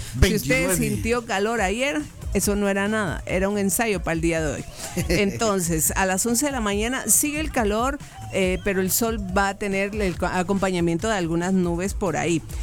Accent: Cobán, Alta Verapaz, Guatemala; moved away; Mi pueblito natal

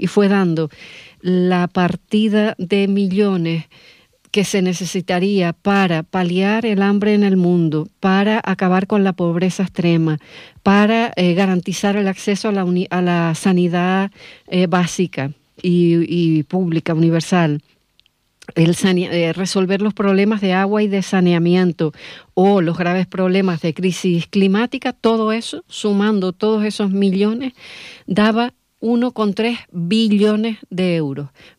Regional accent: Canary Islands, Spain; aquí somos africanos, estamos en África realmente.

